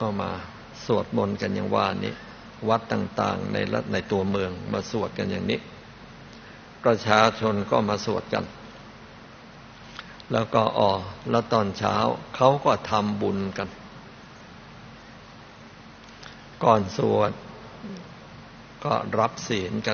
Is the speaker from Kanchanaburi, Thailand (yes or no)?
yes; Kanchanaburi, Thailand; เมื่อหลวงพ่อเด็กๆ เกิดที่จังหวัดกาญจนบุรี